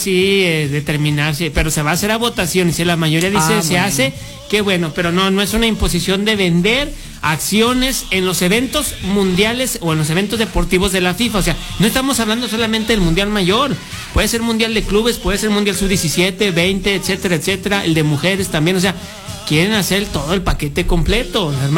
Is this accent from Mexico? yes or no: yes; Mexico